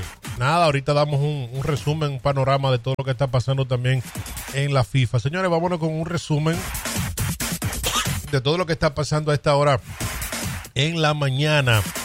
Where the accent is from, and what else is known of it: Dominican Republic